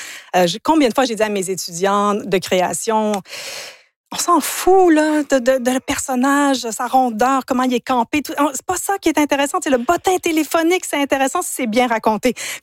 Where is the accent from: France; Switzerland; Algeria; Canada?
Canada; Ontario; first language English; also born or lived in United States / England; Moi, je suis franco-ontarienne au départ, donc j'ai grandi dans l'univers anglophone. Mmh. J'ai vécu aux États-Unis, en Angleterre. Donc, l'anglais, c'est un peu ma langue maternelle d'une bizarre de façon.